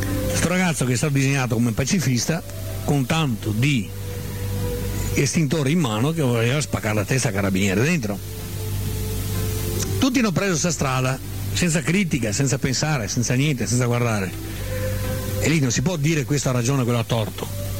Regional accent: Veneto, Italy

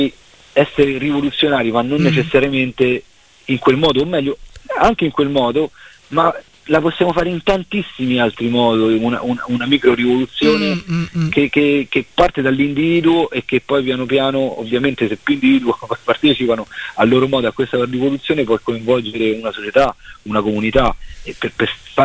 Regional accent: Lazio, Italy; poi si torna con tutta la band dalle nostre parti in provincia di Rieti

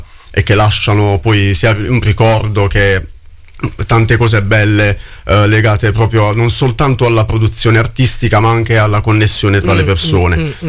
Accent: Mola di Bari, Apulia, Italy; Sono originario della Puglia

